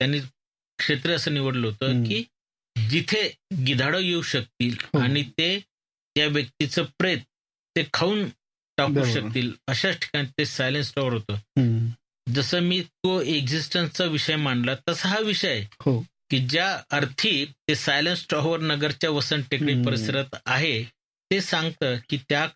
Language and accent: Marathi; Ahmednagar district, Maharashtra, India